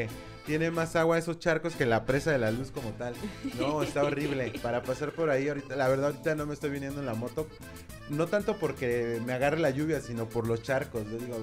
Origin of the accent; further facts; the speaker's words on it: Jacona, Michoacán, Mexico; Entonces, ahorita, por ejemplo, de donde vengo, allá en Jaconac.